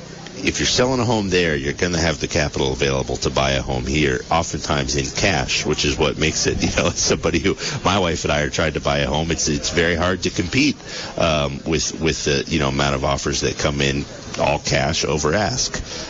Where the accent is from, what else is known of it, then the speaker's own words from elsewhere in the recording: Putney, Vermont, United States; When I grew up in Putney. I went to Brattleboro High School.